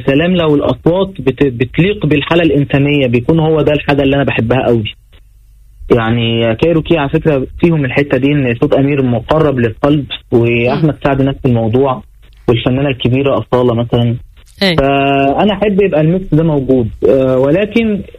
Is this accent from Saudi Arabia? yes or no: no; Egypt; كانت ترند عندنا في مصر اسمها